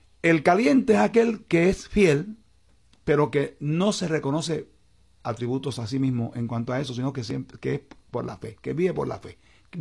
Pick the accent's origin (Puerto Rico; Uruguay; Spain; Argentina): Puerto Rico; also born or lived in Cidra / Quebradillas; Yo soy de Sidra, soy sidreño, soy quebradillano, soy puertorriqueño de Puerto Rico.